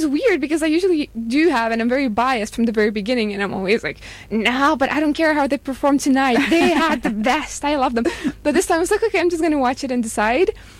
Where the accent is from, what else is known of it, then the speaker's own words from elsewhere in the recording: Lithuania; English is a second language; I grew up on Eurovision because when you're from Lithuania, I think the same goes in Sweden as well.